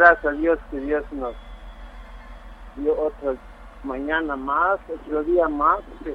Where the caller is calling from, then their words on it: Patzún, Chimaltenango, Guatemala; En la aldea Chuiquel